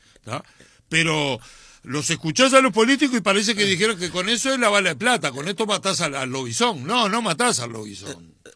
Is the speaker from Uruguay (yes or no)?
yes; Uruguay; El Uruguay, siendo lo chiquito que somos, al norte del Río Negro es otro país, y lo sabemos todos los que vivimos al norte del Río Negro.